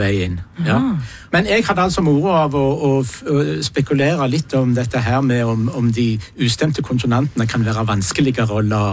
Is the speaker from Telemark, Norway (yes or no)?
no; Rogaland, Norway